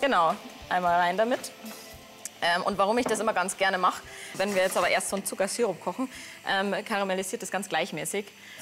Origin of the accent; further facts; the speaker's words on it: Bavaria, Germany; also born or lived in Landshut; Also in Niederbayern. Ich bin gebürtig aus Landshut und eine halbe Stunde vor Landshut aufgewachsen.